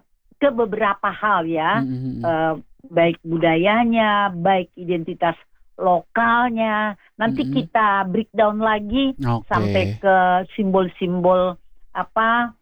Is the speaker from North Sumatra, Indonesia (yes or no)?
yes; Balige, North Sumatra, Indonesia; yang lahir di Balige, di kampungku juga nih.